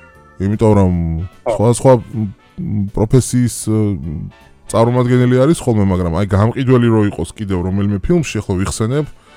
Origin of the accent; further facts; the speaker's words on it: Samegrelo-Zemo Svaneti, Georgia; მე სამეგრელო ზემო სვანეთში გავიზარდე და სვანებს ძალიან კარგად ვიცნობ, ბევრი ძმა კაცის ყავს და მათი კილო ჩემთვის ძალიან მშობლიურია.